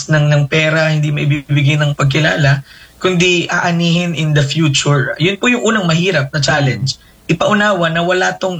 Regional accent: Paete, Laguna, Philippines; ang bayan po ng Paete ay ang carving capital of the Philippines and arts capital of Laguna. Sobrang ganda po ng bayan namin

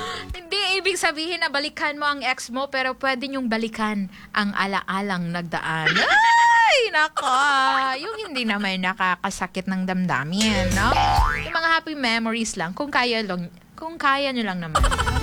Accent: Dumaguete, Negros Island Region, Philippines; now in Palawan, Philippines; Nasa malayong lugar kasi ako. From far, far away land. Taga-Negros ako. Kaya baka nagtaka kayo ba na Bisaya ako. Bisaya man kasi yung Negros. Yan yung Dumaguete. Pero andito ako ngayon sa Palawan.

